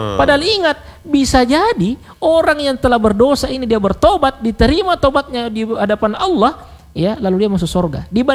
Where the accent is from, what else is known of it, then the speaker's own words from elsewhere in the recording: South Sulawesi, Indonesia; kita orang Bugis Makassar atau Sulawesi Selatan ini